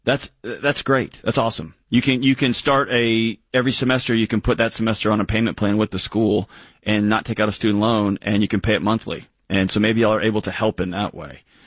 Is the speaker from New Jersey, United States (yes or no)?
no; Texas, United States; I know in my home state of Texas where I grew up and where I worked